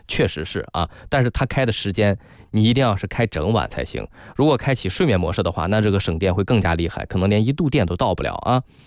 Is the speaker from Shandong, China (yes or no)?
yes; Tai'an, Shandong, China; moved away; 因为我是从小在山东长大的，就这一点我很明白。山东呢，这个我们那个城市是泰安啊，是一个旅游城市，三线的，是一个三线城市。